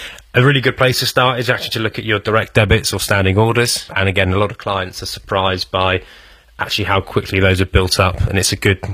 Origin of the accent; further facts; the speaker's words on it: Petersfield, South East England, United Kingdom; So I grew up in Petersfield